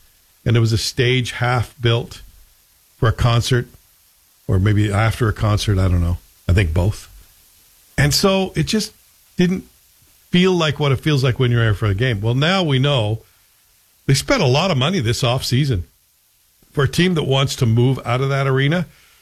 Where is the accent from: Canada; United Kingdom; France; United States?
Canada; as a Canadian, that's what keeps me going in the winter is hockey.